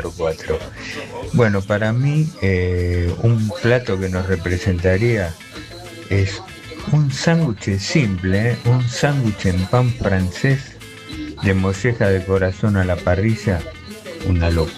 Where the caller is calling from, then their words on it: Buenos Aires, Argentina; del barrio de Chacarita.